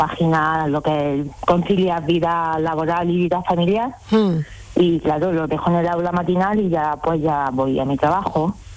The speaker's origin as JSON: {"language": "Spanish", "town": "Jaén", "region": "Andalusia", "country": "Spain", "said": "soy de Jaén, me levanto muy temprano porque soy mamá de 2 mellizos también, trabajo en el Ayuntamiento de Jaén."}